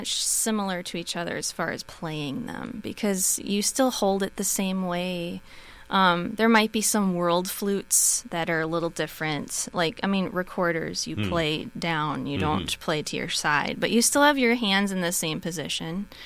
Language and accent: English; Milwaukee, Wisconsin, United States; I'm from Milwaukee originally. But I've moved around a little, but I've always been in Wisconsin.